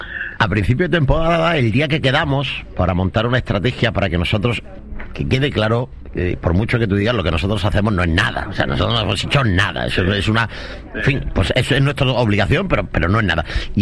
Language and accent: Spanish; Almería province, Andalusia, Spain; de mi tierra, de mi provincia, de Almería, y de Ejido, que es un municipio en el que llevo trabajando casi 30 años. No he dejado de trabajar en Ejido ni un solo día de mi vida profesional.